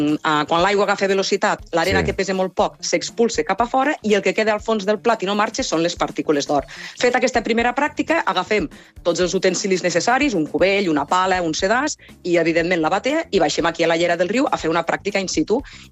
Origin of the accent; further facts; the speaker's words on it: Catalonia, Spain; Bé, som el Far West català, no? Som de Ponent i, per tant, som el Far West de Catalunya.